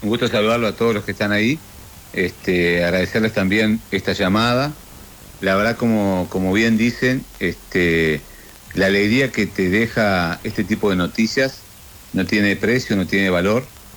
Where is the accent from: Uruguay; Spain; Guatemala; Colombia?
Uruguay; moved away as an adult; also born or lived in Mexico; tengo hijos mexicanos, yo soy uruguayo, naturalizado mexicano también